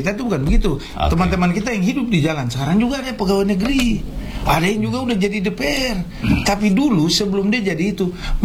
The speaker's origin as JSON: {"language": "Indonesian", "town": "Sorong", "region": "Southwest Papua", "country": "Indonesia", "tie": "born or raised there", "said": "Tapi kita ini anak-anak yang lahir besar di Sorong"}